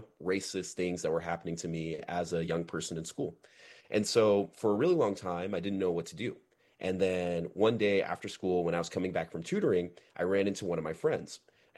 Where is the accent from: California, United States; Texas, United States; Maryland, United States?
Texas, United States; Austin; I grew up in Texas. I grew up in Austin, Texas specifically. And a lot of people don't know this, but Austin, Texas is like the most segregated city in the entire state of Texas.